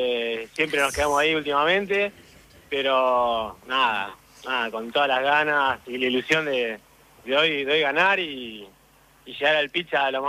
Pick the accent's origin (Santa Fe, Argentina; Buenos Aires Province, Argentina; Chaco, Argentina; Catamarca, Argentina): Buenos Aires Province, Argentina; La Plata; born there; moved away as an adult; now in Mar del Plata, Argentina; Soy hincha de Estudiantes, nací acá, pero me tuve que ir a Mar del Plata por trabajo y bueno, acá de nuevo me vine